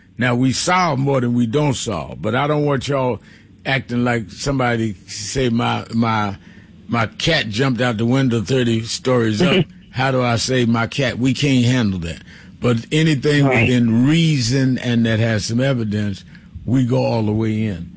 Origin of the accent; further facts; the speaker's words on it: Brooklyn, New York, United States; because if I grew up in Brooklyn, and if you're walking down Flatbush Avenue or Fulton Street, they don't know the difference between you and somebody from Jamaica.